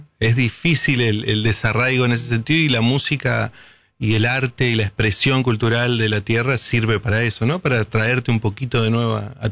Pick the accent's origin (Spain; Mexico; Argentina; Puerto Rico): Argentina; nuestra identidad como argentinos